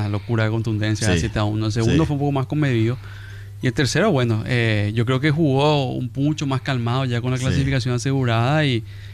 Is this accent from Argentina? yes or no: no; Paraguay; Pero acá somos paraguayos